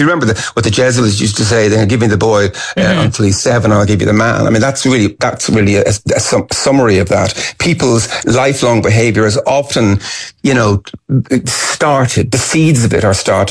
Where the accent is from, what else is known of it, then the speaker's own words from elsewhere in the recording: Kilmacud, Leinster, Ireland; I remember growing up in Kilmacud in the 60s, and there was a very famous tragic accident involving a bubble car